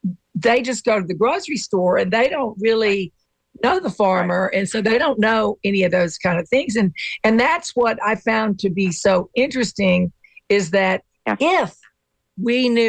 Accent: Mobile, Alabama, United States; I was, originally I was from Mobile, Alabama. And we have so much seafood there and you can just get it from anybody.

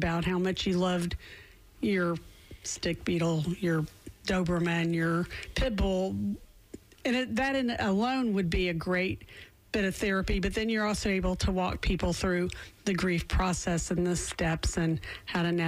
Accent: the South, United States; I'm from the South

